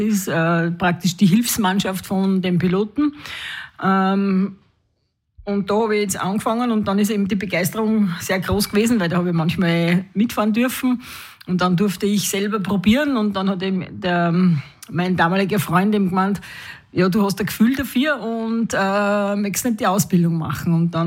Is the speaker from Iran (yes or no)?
no; Mariazell, Styria, Austria; Ich bin als Kind, also als Jugendlicher aufgewachsen in Maritzell neben einem Flugplatz